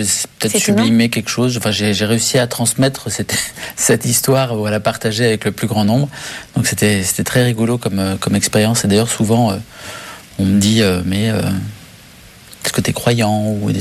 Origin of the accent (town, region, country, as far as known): Syria; born or raised there